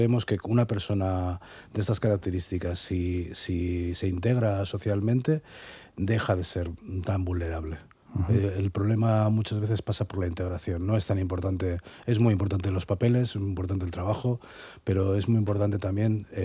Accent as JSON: {"language": "Spanish", "town": "Trapagaran", "region": "Basque Country", "country": "Spain"}